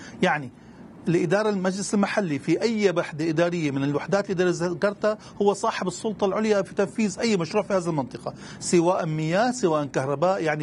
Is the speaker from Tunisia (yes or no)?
no; Syria; ولدينا طبوغرافيون أكفاء في سوريا، ونحن سوريين نصدر مهندسون إلى العالم